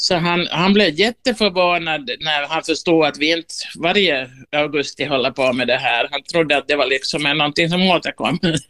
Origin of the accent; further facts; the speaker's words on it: Ostrobothnia, Finland; now in Uusimaa, Finland; Vet du, där har jag läst mitt liv helt i lugn och ro som österbottning utan kräftskivor och det där. Och så har vi ju min familj här i Nyland.